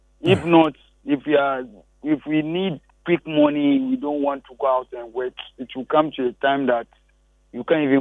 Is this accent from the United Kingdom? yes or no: no; Accra, Greater Accra, Ghana; I'm just from Accra.